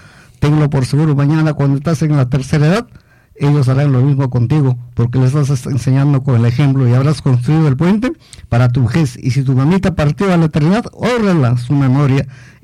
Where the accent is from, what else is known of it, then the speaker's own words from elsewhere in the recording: Chilcas, Ancash, Peru; mi pueblo de Chilcas, a las de la provincia de Ocros, a las de la región Ancash